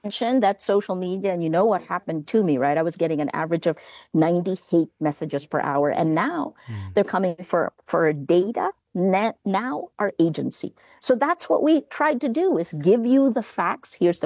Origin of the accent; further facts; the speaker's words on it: Philippines; This is me, right? Because I come from the Philippines.